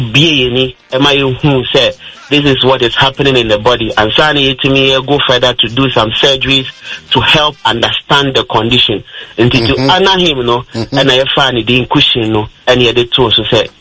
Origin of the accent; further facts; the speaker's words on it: Ghana; we are Ghanaians